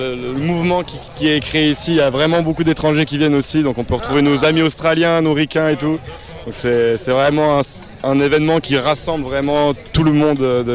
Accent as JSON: {"language": "French", "country": "Switzerland", "said": "Moi je suis suisse"}